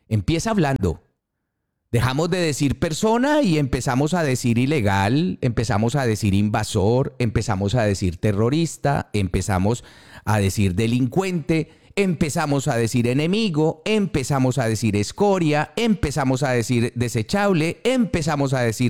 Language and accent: Spanish; Colombia; deberíamos ser extraordinariamente cuidadosos como colombianos con la simbología de la muerte